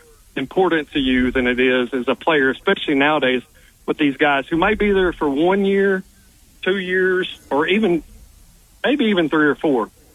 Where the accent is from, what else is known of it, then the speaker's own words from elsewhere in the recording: Whitehall, United States; I'm 44. Me and you, Trey, we're about the same age. I'm from Whitehall.